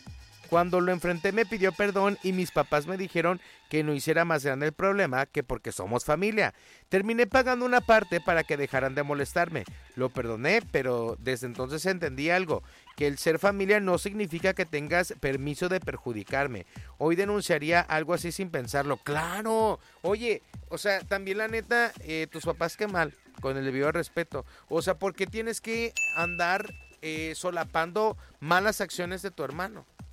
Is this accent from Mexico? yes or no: yes; Comala, Colima, Mexico; Te prometo que no todos los de Comala somos así, conste.